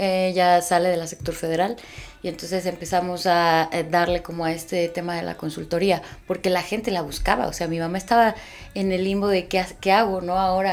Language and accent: Spanish; Teziutlán, Puebla, Mexico; born there; moved away; also born or lived in the city (likely Mexico City); amo ser teziuteca, que me hace sentirme orgullosa de mi pueblo, de haber nacido ahí, aunque pues obviamente también viví en la ciudad, pero está el comparativo de que aquí es mi hogar, ¿no?